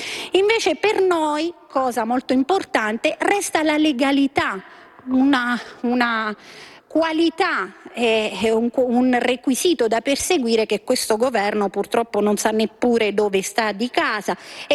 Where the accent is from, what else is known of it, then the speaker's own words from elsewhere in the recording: Abruzzo, Italy; io sono abruzzese, in terra d'Abruzzo la Corte dei Conti certifica una mala gestione di questi fondi del PNRR